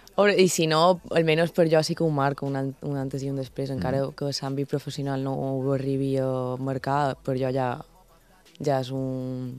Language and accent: Catalan; Palma, Balearic Islands, Spain; now in New York, United States; jo soc de Palma.